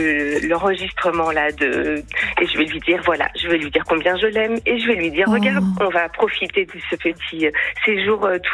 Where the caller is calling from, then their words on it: Arpajon, Île-de-France, France; Je vous appelle d'Arpajon.